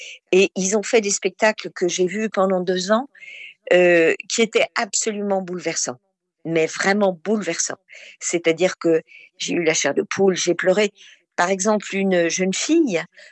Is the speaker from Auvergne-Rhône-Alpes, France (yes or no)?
yes; Lyon, Auvergne-Rhône-Alpes, France; moi je suis lyonnaise, comme Thierry Frémaux.